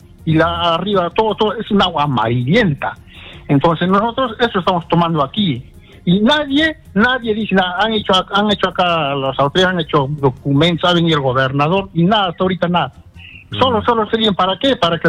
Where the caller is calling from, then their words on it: Tambo Valley, Arequipa, Peru; yo vivo, soy del Valle de Tambo.